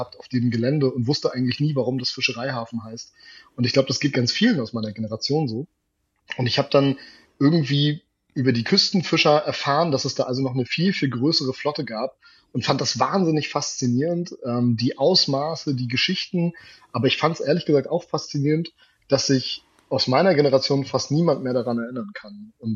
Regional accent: Rostock, Mecklenburg-Vorpommern, Germany; Also ich bin in Rostock geboren, 1989. Meine gesamte Familie kommt aus dem Schiffbau.

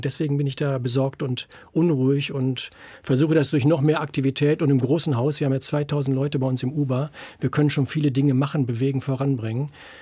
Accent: Bünde, North Rhine-Westphalia, Germany; born there; now in Berlin, Germany; Ich bin in Bünde geboren, in Ostwestfalen.

